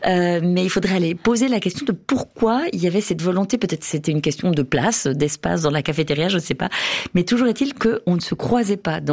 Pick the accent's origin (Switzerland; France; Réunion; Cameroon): Switzerland; Biel/Bienne, Bern; now in La Neuveville, Switzerland; J'ai grandi à Bienne avec ma famille.